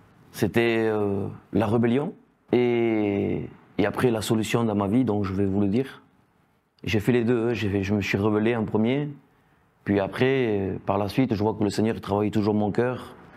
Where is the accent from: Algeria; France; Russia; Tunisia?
France; Béziers, Occitanie; j'ai 38 ans et je viens de Béziers.